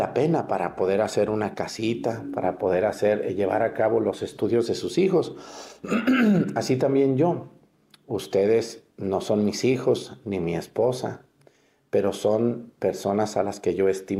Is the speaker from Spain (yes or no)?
no; Mexticacán, Jalisco, Mexico; moved away; allá en mi pueblo, en Mesticacán